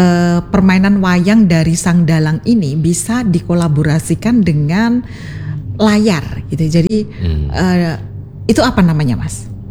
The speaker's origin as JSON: {"language": "Indonesian", "region": "Java", "country": "Indonesia", "said": "kita sebagai wong Jawa"}